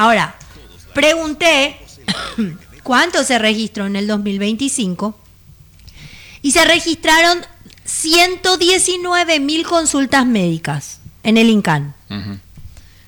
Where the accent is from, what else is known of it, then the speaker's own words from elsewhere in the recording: Paraguay; pero somos paraguayos.